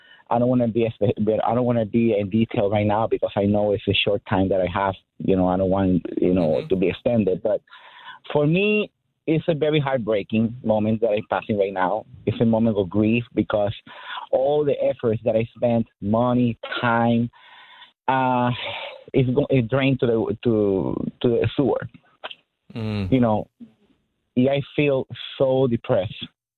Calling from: Florida, United States; Right now, I'm calling from South Florida right now. I live here in South Florida.

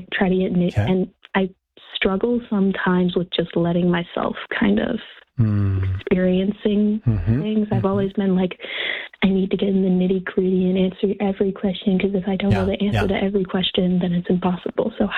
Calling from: Ohio, United States; I'm from Ohio.

